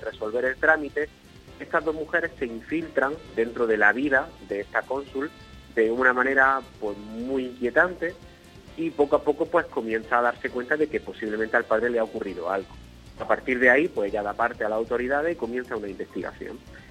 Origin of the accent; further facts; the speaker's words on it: Motril, Andalusia, Spain; siempre me gusta mucho estar en Motril, porque es mi ciudad y mi tierra.